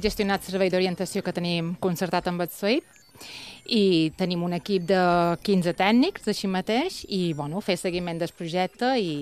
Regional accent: Sóller, Balearic Islands, Spain; Jo venc de Soia

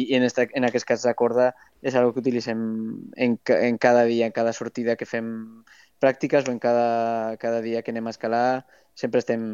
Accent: Jaca, Aragon, Spain; Jo sóc de Jaca, de Huesca, i és vera que tinc la muntanya en sa sang.

